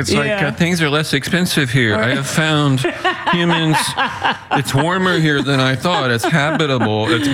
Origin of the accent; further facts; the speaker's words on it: Midwest, United States; I'm from the Midwest.